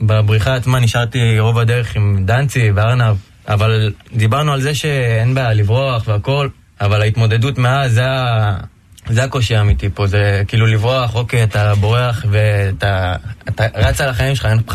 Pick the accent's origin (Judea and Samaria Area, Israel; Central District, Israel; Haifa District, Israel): Central District, Israel; Petah Tikva; אני מפתח תקווה